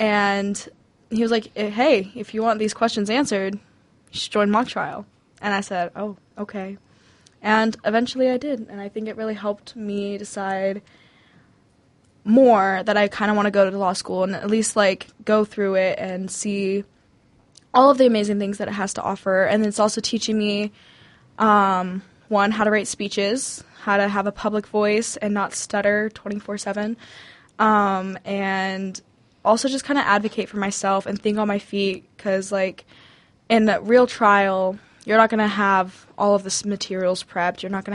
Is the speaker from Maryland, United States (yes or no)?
no; Spokane, Washington, United States; I'm from Spokane